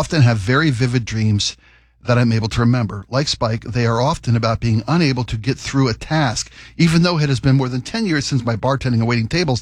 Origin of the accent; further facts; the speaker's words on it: East Coast, United States; I came from the East Coast.